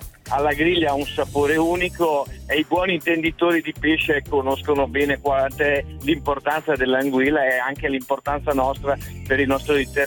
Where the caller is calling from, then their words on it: Ferrara, Emilia-Romagna, Italy; siamo di Ferrara, siamo delle valli di Comacchio